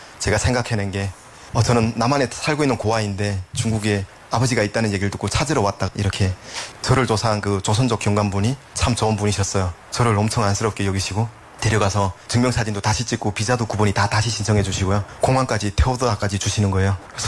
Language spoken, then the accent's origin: Korean; North Korea; moved away as an adult; now in South Korea; 우리 탈북민들